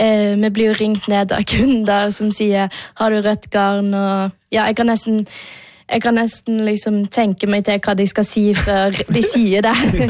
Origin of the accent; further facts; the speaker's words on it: Stavanger, Rogaland, Norway; moved away; når jeg var hjemme i Stavanger